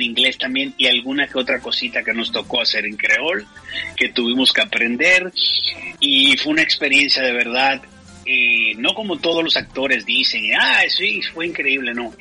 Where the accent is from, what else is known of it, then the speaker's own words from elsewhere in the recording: Dominican Republic; República Dominicana, mi tierra